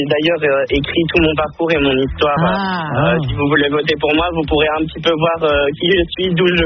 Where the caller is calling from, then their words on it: Île-de-France, France; je vous appelle de La Salle, en Ile-de-France